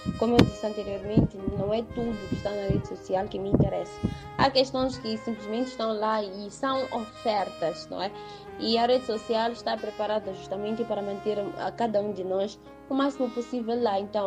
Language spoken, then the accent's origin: Portuguese; Mozambique; Nós crescíamos aqui no nosso país, por exemplo, aí estou a falar de Moçambique, que é onde eu conheço, nós crescíamos e crescemos até os 12, 13, 14 anos e até mais